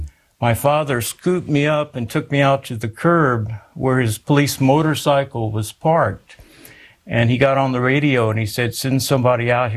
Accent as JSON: {"language": "English", "town": "San Antonio", "region": "Texas", "country": "United States", "tie": "born there", "said": "Well, I was born in San Antonio, Texas, and the Lord blessed me with quite a bit of adversity."}